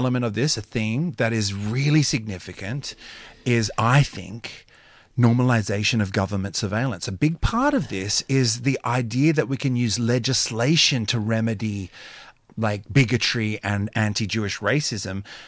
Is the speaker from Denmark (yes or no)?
no; Botany, New South Wales, Australia; I grew up in Botany, right next to that.